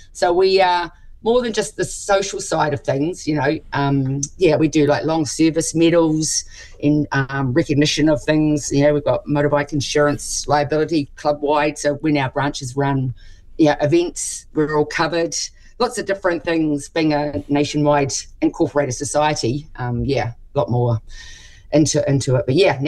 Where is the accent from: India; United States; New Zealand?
New Zealand; Taranaki; I'm from Taranaki